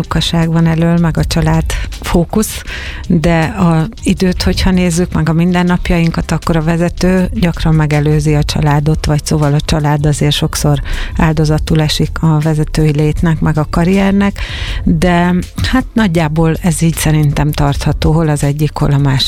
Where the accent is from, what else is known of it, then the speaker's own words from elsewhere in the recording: Hungary; én vidéki lány vagyok, és abban a korban születtem, meg voltam vidéki lány